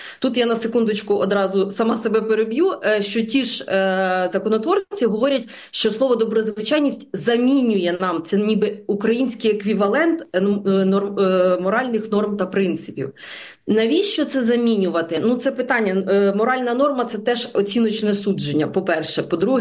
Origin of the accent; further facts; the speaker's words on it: Kherson Oblast, Ukraine; moved away; also born or lived in Lviv; я сама з Південної України, з Херсонщини